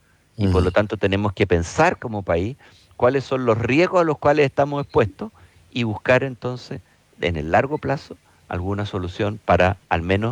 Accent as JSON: {"language": "Spanish", "country": "Chile", "said": "como chilenos, como consumidores."}